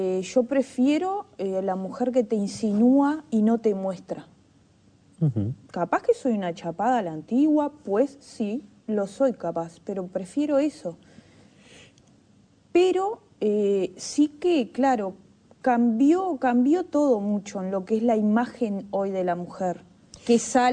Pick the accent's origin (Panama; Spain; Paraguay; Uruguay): Uruguay